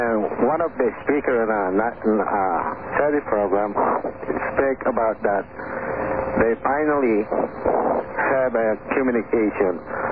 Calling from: San Diego, California, United States

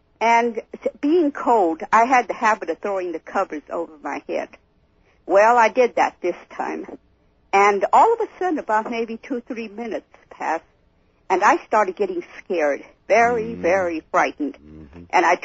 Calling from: Bakersfield, California, United States; from Bakersfield.

